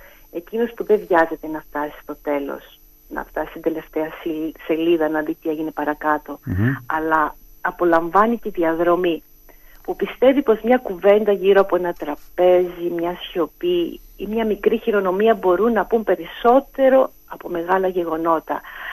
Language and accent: Greek; Crete, Greece; Εγώ κατάγομαι από την Αρμάχα, ένα μικρό χωριό λίγα χιλιόμετρα έξω από το Καστέλι, κοντά στο Γεράκι.